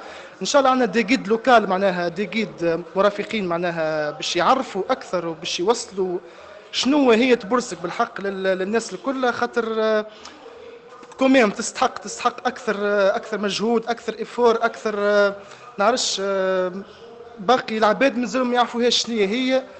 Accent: Tunisia; في رحاب مدينة بورسك، وين تربيت وين كبرت وين لعبت وين قريت، هذا كما نقولوا منطقتي ومسقط رأسي والكل. … يعرفوني المحليين في المنطقة هذه 25 سنة.

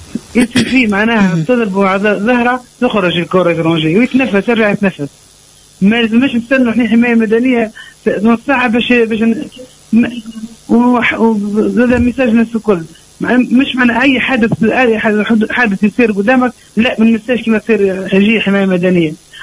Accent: Tunisia; انا شعب تونسي، انا شعب مثقف، شعب قاري،

